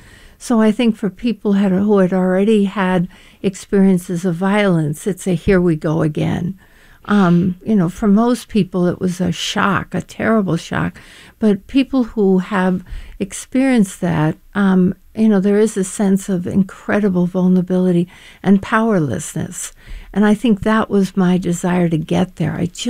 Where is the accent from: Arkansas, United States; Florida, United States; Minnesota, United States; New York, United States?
New York, United States; New York City; This is my hometown.